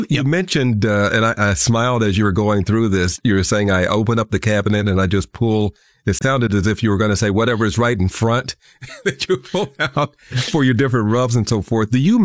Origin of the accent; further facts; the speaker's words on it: Kansas City, Missouri, United States; A personal story. I grew up in Kansas City.